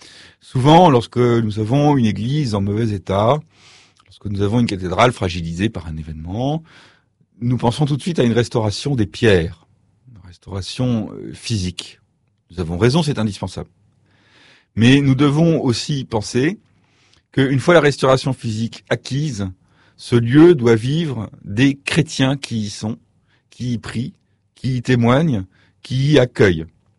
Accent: Paris, Île-de-France, France; nous, les Parisiens, je suis sur Radio Notre-Dame et je suis parisien moi-même

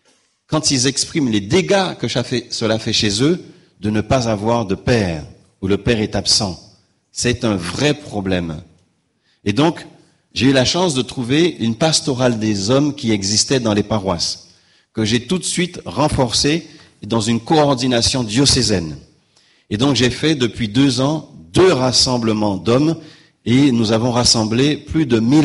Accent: Guadeloupe; Chez nous, en Guadeloupe, les femmes, la monoparentalité

